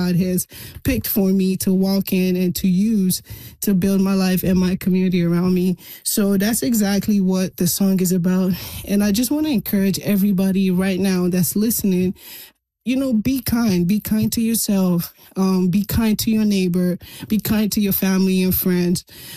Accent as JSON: {"language": "English", "town": "Regina", "region": "Saskatchewan", "country": "Canada", "tie": "born or raised there", "said": "You know, Regina is my hometown. I love the prairies. We are who we are. You know, prairies raised this little Afro-pop girl over here."}